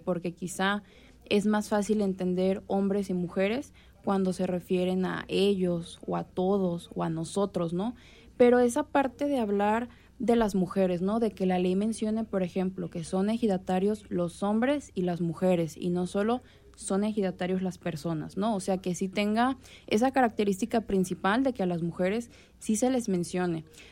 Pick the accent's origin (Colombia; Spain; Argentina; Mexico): Mexico; nosotras las que estamos aquí podemos decir que somos personas, que somos seres humanos, que somos mexicanos.